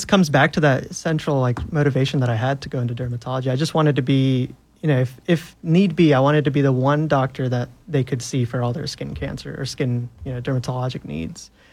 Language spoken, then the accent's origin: English; United States; my family, we're originally from Pakistan, but I've lived in the States my whole life.